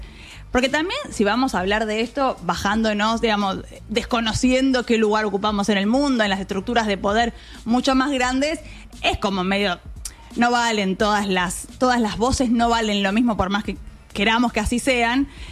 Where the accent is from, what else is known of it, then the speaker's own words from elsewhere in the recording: Argentina; estamos hablando de la Argentina y somos argentinos